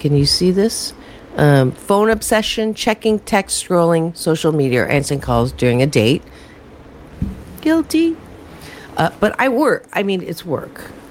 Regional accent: United States; Just because I'm an American, we're doing the show in California.

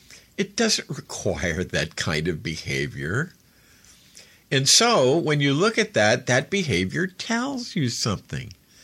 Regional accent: United States; I'm an American. I'm pro-America because I believe in the principles.

